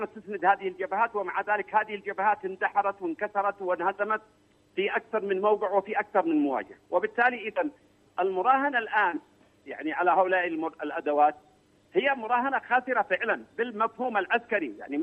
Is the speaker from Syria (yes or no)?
no; Yemen